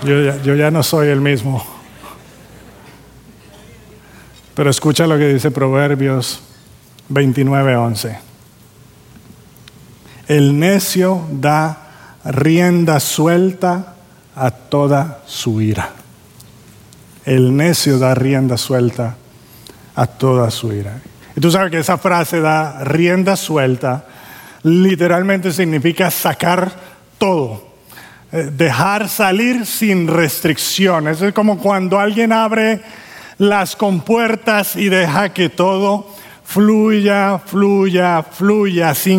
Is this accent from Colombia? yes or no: yes; Caribbean coast, Colombia; yo nací en Colombia y yo nací en la costa de Colombia. Y como buenos niños costeños, salíamos a jugar con nuestros amiguitos del barrio, de la calle.